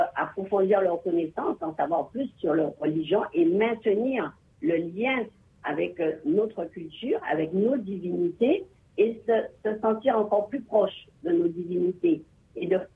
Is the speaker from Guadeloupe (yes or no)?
yes; Guadeloupe; Alors, chez nous, en Guadeloupe, en ce qui nous concerne, tous les nadrons sont chantés en tamoul.